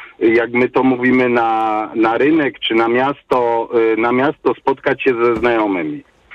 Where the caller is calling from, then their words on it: Kraków, Lesser Poland, Poland; Ja generalnie jestem z Krakowa, nie mieszkam w Krakowie. Kilka lat temu miałem taką możliwość wyprowadzić się poza Kraków na tak zwane przedmieścia.